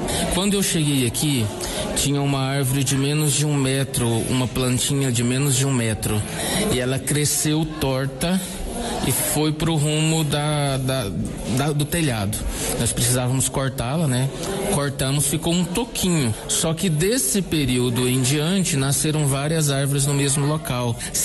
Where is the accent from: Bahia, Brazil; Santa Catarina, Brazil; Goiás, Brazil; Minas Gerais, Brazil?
Goiás, Brazil; Cristianópolis; Eu sou natural de Cristianópolis, eu já tenho 9 anos que eu estou aqui, né? Eu vim de Cristianópolis para cá, depois que eu passei um período como missionário em Portugal